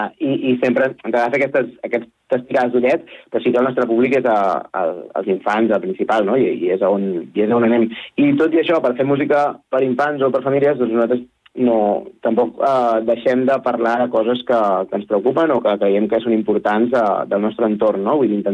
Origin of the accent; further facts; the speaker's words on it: Catalonia, Spain; nosaltres som de prop de Barcelona